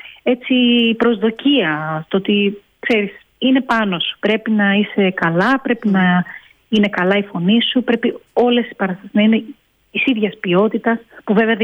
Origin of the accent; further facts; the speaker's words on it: Crete, Greece; moved away as an adult; Εγώ όταν ξεκίνησα να δουλεύω με το Cirque du Soleil δεν το γνώριζα. Γιατί επειδή μεγάλωσα και στην Κρήτη δεν έτυχε να το δω κάπου.